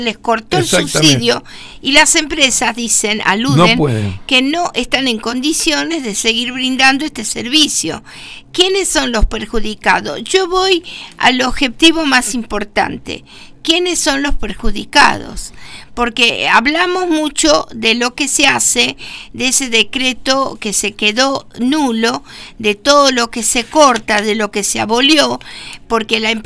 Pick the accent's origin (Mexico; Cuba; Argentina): Argentina